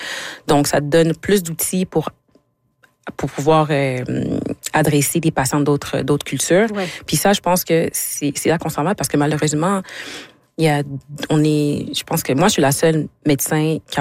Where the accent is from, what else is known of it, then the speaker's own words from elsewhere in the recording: Quebec, Canada; moved away; Je suis partie du Québec